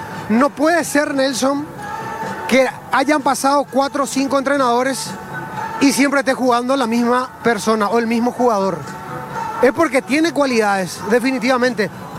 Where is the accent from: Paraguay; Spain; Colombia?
Paraguay